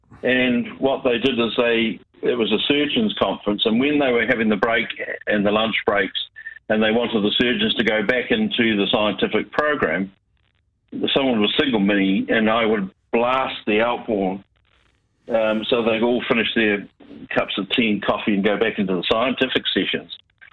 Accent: Dunedin, Otago, New Zealand; moved away; I've planned a holiday for the end of the year in November to go down to my hometown, Dunedin

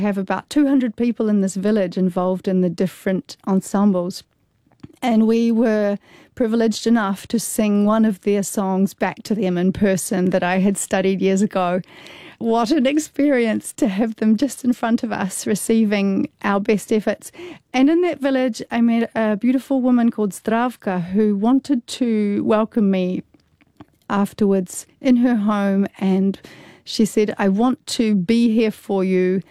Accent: New Zealand; moved away as an adult; also born or lived in Bulgaria; And my experience as a Kiwi, who, you know, we're quite kind of, we don't like to shake the boat, and we smile at each other and we say, hello, how are you?

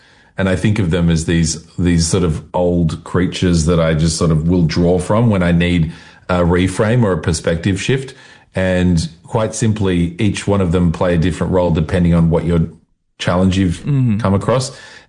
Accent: Australia; I'm Australian, it's a cultural thing.

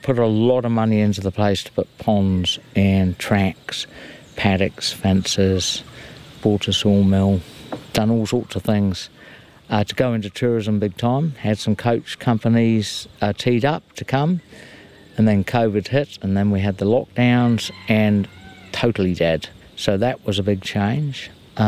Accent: United Kingdom; now in New Zealand; I was brought up in Great Britain, and I was lucky enough we had a school farm.

